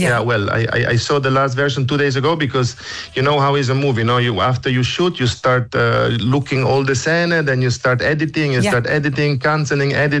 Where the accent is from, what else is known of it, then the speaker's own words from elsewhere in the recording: Italy; Dutch is a second language; moved away; Ik praat gewoon goed Nederland. Ik bestaat alles. Maar als je moet over een film praten, dan heb ik liever Engels. Want ik ben eigenlijk Italiaans.